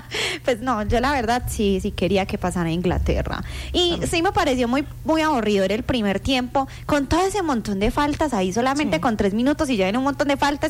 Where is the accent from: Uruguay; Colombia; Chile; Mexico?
Colombia; Antioquia; como dicen por ahí uno coloquialmente como paisa.